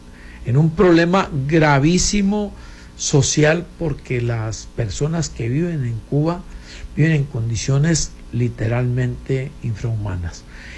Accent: Mexico; la deuda que los mexicanos tenemos.

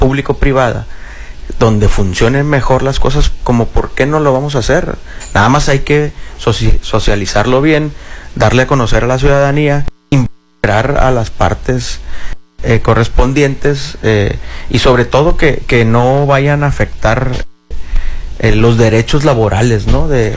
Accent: Mazatlán, Sinaloa, Mexico; nosotros somos de allá de Mazatlán

